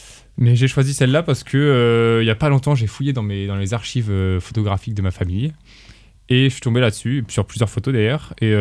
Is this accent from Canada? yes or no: no; Rennes, Brittany, France; 22 ans aussi, rennais depuis 22 ans, je suis né à Rennes.